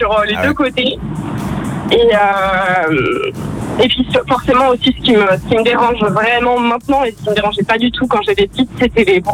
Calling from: La Rochelle, Nouvelle-Aquitaine, France; Moi, de Charente-Maritime à La Rochelle.

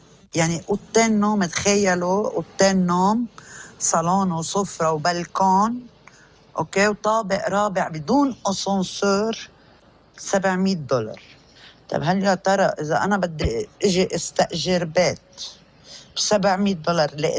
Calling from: Sarba, Keserwan-Jbeil, Lebanon

